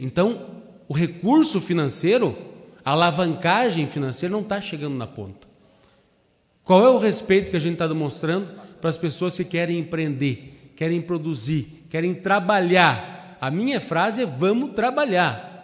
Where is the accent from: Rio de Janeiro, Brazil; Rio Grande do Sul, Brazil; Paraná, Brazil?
Paraná, Brazil; eu, que venho do estado do Paraná, observo que nosso estado ele é 3% do tamanho do território nacional.